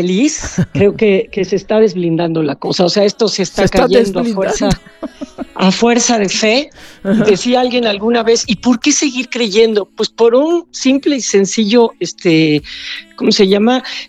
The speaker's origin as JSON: {"language": "Spanish", "country": "Mexico", "said": "Pero si de algún lugar somos los mexicanos, es de la sufridera."}